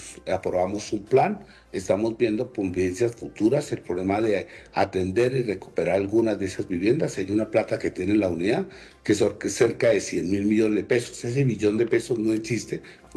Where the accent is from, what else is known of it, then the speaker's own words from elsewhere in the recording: Colombia; Allí tenemos nosotros, es que como colombianos hacemos una veeduría que esa ejecución se haga y se haga correctamente.